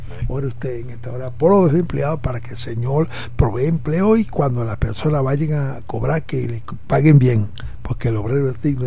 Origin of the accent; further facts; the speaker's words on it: Venezuela; tú eres Venezuela y nosotros también somos venezolanos.